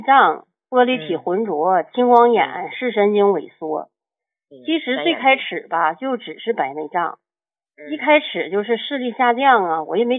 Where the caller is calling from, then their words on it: Qiqihar, Heilongjiang, China; 尹老师，我家是齐齐哈尔的。